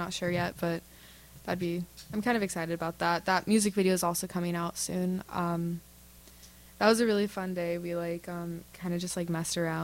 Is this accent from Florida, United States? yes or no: no; San Bernardino, California, United States; now in Sacramento, United States; Yeah. I'm from San Bernardino, which is east of LA. It's like, I'm from San Bernardino City, not like county, like the city of San Bernardino.